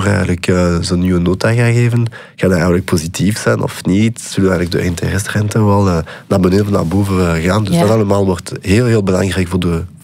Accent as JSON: {"language": "Dutch", "region": "Wallonia", "country": "Belgium", "second_language": "Dutch", "lives_now": "Brussels, Belgium", "said": "Aanvankelijk kom ik uit Wallonië, waar het Nederlands echt een vreemde taal is. Mm-hmm. Dus toen ik hier in Brussel aankwam, kon ik eigenlijk geen sikkepit worden in het Nederlands spreek."}